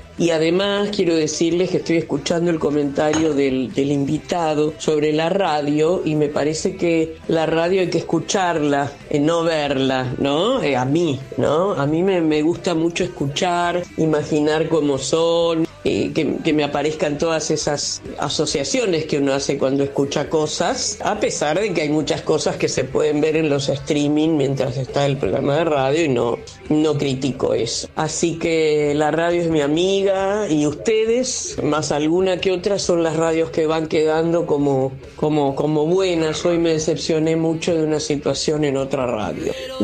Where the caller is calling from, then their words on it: Buenos Aires, Argentina; de Capital.